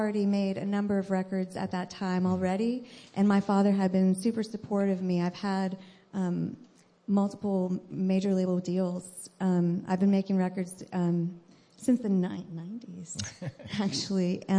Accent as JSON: {"language": "English", "town": "San Francisco", "region": "California", "country": "United States", "tie": "born or raised there", "said": "I'm a sixth-generation native San Franciscan."}